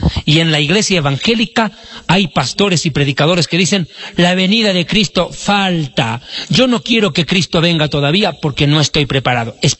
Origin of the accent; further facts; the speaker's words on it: Bolivia; now in Bogotá, Colombia; en la ciudad de La Paz, Estado Plurinacional de Bolivia, sede del gobierno de mi nación